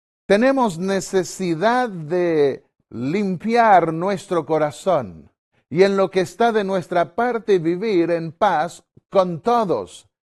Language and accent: Spanish; Chile; born there; also born or lived in Argentina; en mi adolescencia en Chile